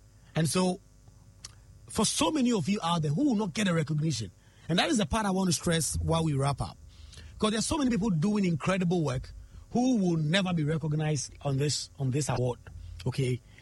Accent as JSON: {"language": "English", "town": "Nangese", "region": "Eastern Region", "country": "Ghana", "tie": "born or raised there", "said": "I grew up in Nangese. It's a community around Suhum and Koforidua. In fact, it's in the middle of Suhum and Koforidua. The regional capital is Koforidua, Eastern Regional Capital, Koforidua."}